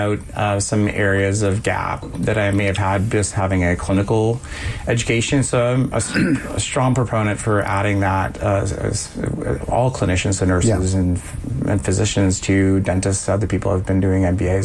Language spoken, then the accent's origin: English; Moncton, New Brunswick, Canada; I grew up in New Brunswick, in Moncton and also northern New Brunswick. And my my father was a bank branch manager, so we moved around a little bit across the Maritime provinces.